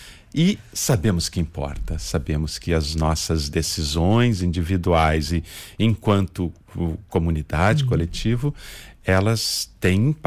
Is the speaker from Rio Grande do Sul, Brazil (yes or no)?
yes; Porto Alegre, Rio Grande do Sul, Brazil; eu sou de Porto Alegre, uma cidade do sul do Brasil, uma pequena cidade